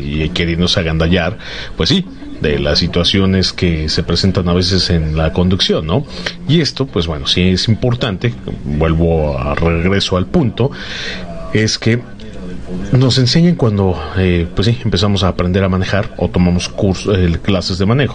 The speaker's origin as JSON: {"language": "Spanish", "country": "Mexico"}